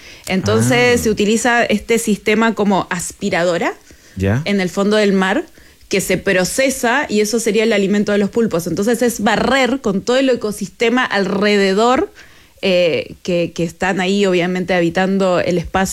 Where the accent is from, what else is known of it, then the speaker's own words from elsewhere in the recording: Chile; que seamos inteligentes como chilenos